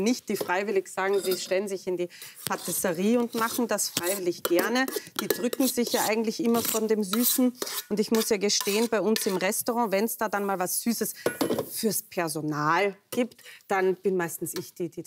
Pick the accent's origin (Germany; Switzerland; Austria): Austria; Als Österreicherin sowieso.